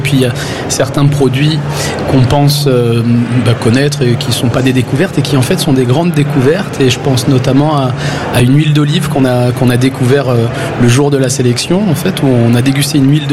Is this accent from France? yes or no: yes; Le Mans, Pays de la Loire, France; Oui, j'habite au Mans, je suis manceau